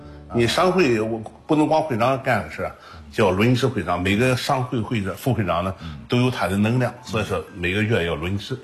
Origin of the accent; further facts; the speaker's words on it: Binzhou, Shandong, China; moved away as an adult; now in Qingdao, China; 我很自豪的说，我作为滨州人